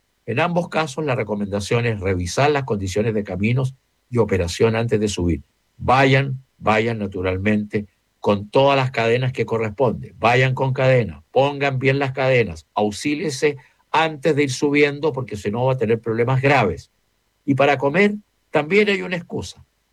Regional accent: Santiago, Santiago Metropolitan Region, Chile; ¿Somos buenos los santiaguinos y de las personas de las distintas ciudades para la tertulia o ya eso quedó atrás?

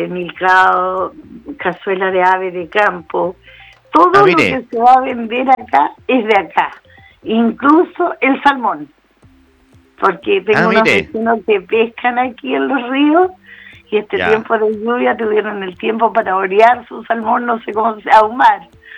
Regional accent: Los Lagos, Chile; somos la gente de Río Blanco

